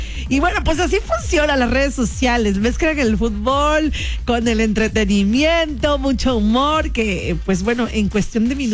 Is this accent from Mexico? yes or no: yes; Mexico; la emoción que al final del día estamos viviendo como afición mexicana.